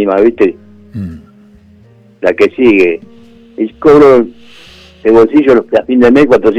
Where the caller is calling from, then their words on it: General Rodríguez, Buenos Aires Province, Argentina; De General Rodríguez.